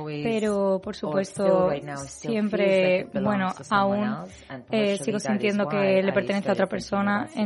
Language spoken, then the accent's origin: Spanish; Iran; first language fa; Spanish is a second language; me crié en Irán, todos los años de mi vida formativos fueron en Irán. Entonces, el farsi es mi primer idioma y es verdad que luego estuve en un ambiente inglés durante 35 años